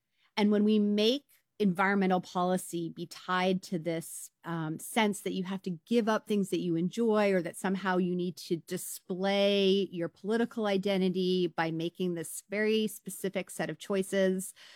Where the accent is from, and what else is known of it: Canada